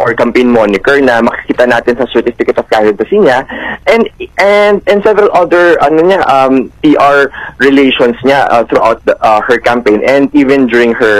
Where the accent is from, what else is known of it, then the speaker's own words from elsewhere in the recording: National Capital Region, Philippines; I'm taga NCR po ako.